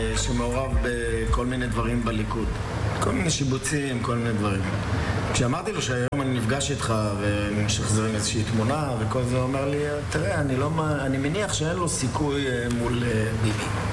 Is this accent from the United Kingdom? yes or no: no; Morocco; also born or lived in Eilat; now in Israel; אנחנו הגענו ממרוקו, שעלינו דרך, לא משנה, מי הביא אותנו למרסי, ומי מרסי הביא אותנו ישירות לאלת.